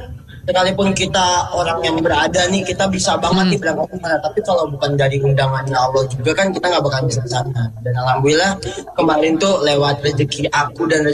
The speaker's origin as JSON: {"language": "Indonesian", "area": "Bima", "region": "West Nusa Tenggara", "country": "Indonesia", "said": "di daerah aku, di daerah Biman, Tenggara Barat"}